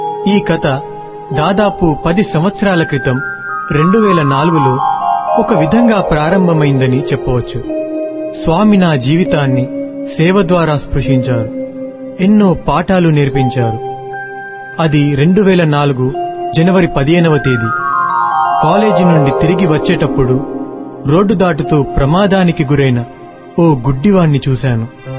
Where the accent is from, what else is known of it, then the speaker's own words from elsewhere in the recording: Mancherial, Telangana, India; మాది ఆదిలాబాద్ జిల్లాలోని మంచిర్యాల పట్టణం.